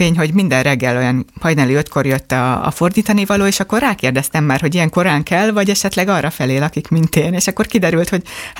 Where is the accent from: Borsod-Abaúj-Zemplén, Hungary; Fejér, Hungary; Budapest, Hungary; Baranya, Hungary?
Budapest, Hungary; born there; also born or lived in Dunaharaszti; Budapesten születtem, Budapesten. De igen, Dunaharasztiak vagyunk.